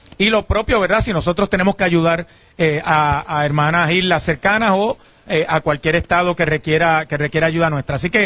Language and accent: Spanish; Arecibo, Puerto Rico; Yo soy de Arecibo, Puerto Rico.